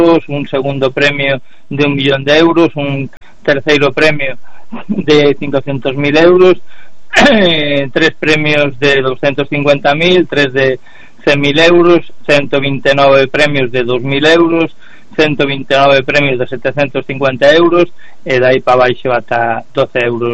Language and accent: Galician; Monforte de Lemos, Galicia, Spain; eu son de Monforte, como ben sabedes, sí, de aquí de Monforte